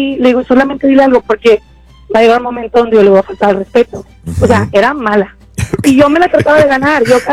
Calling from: Rio Grande Valley, Texas, United States; Yo soy del Valle de Texas

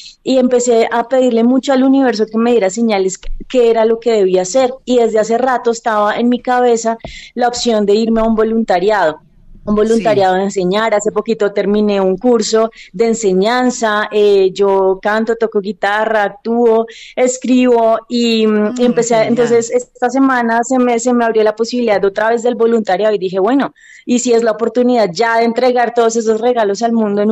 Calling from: Bogotá, Colombia

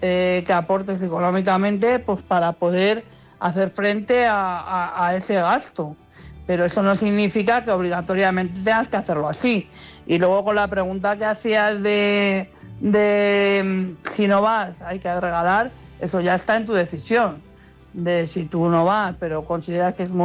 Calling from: Madrid, Community of Madrid, Spain; Buenas noches, corresponsales. … de Madrid.

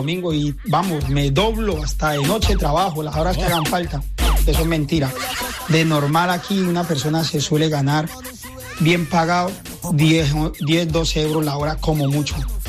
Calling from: Valencia, Valencian Community, Spain; Desde Valencia, España.

